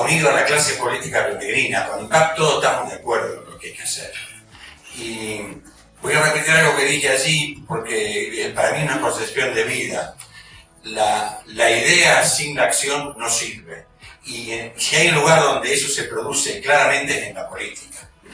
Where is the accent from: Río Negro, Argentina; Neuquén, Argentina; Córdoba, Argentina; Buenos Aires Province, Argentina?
Río Negro, Argentina; Villa Regina; es de mi pueblo, de Villa Regina.